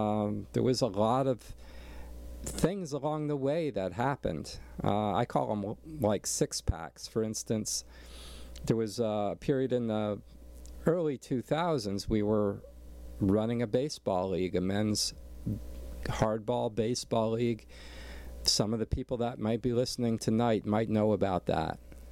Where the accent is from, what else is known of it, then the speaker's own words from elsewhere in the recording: Allentown, Pennsylvania, United States; born there; moved away as an adult; also born or lived in San Francisco; I was born back in Allentown